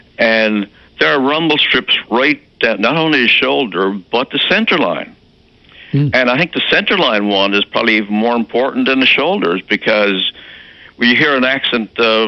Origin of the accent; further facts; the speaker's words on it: Newfoundland and Labrador, Canada; But I notice driving back and forth to the island, because I'm from the East Coast, that there's less rumble strips from Gander westward.